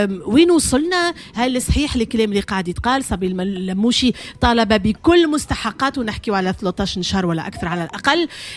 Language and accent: Arabic; Tunisia; احنا كاعلام تونسي